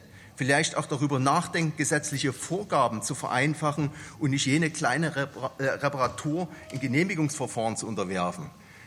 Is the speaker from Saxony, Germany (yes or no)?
yes; Meissen, Saxony, Germany; Altstädte wie meine Heimatstadt Meißen, wie Pirna, wie Görlitz, die leben von ihrer Altstadt.